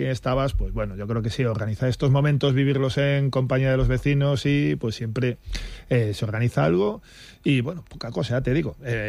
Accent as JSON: {"language": "Spanish", "region": "Galicia", "country": "Spain", "said": "vamos, yo soy gallego, entonces allí estamos acostumbrados al verde."}